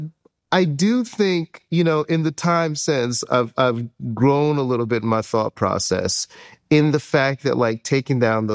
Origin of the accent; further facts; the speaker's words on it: the South, United States; as a Black man growing up in the South